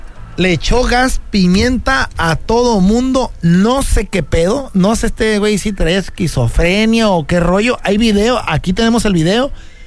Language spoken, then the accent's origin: Spanish; Mexico; Nosotros como mexicanos